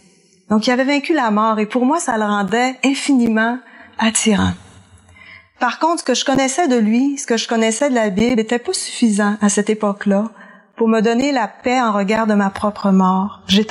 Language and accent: French; Saguenay, Quebec, Canada; Moi, j'ai grandi au Saguenay, dans une famille très chaleureuse, avec un père italien.